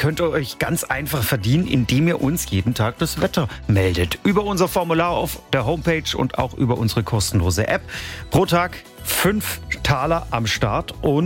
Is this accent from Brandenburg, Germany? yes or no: no; Baden-Württemberg, Germany; leicht bewölkt ist es in meiner Heimat im Nordschwarzwald, Nachbarort meines Heimatorts, nämlich in Loffenau.